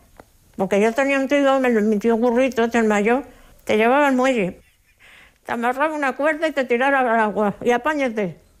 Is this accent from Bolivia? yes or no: no; Spain; born there; nací en las Islas Chafarinas en el 1926